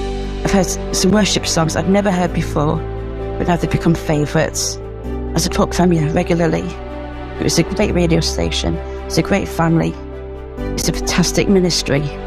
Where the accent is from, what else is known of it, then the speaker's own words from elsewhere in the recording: Yorkshire and the Humber, United Kingdom; from Yorkshire.